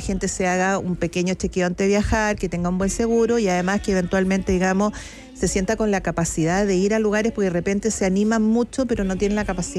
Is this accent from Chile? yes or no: yes; Chile